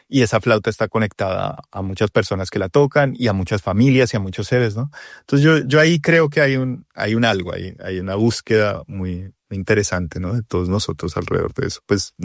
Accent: Bogotá, Colombia; moved away as an adult; now in Tokyo, Japan; nosotros íbamos al territorio siendo pues cachacos, rolos, ¿no?

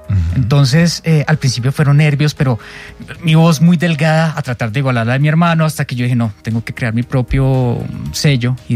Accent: Vélez, Santander, Colombia; En mi caso, yo crecí en un pueblo, en Santander, en Vélez.

